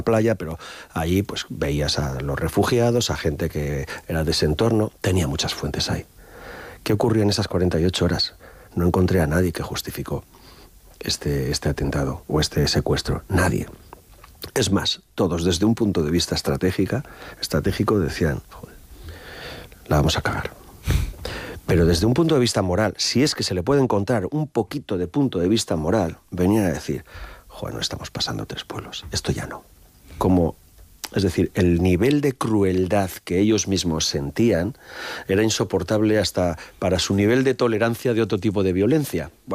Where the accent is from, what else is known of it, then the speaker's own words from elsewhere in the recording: Irun, Basque Country, Spain; Yo soy de Irún, soy del 67, la misma edad que Miguel Ángel.